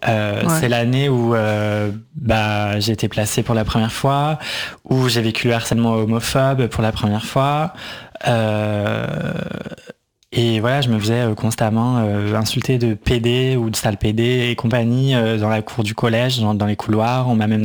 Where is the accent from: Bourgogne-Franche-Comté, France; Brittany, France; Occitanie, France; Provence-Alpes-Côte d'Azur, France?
Bourgogne-Franche-Comté, France; moved away; mon adolescence passée en Franche-Comté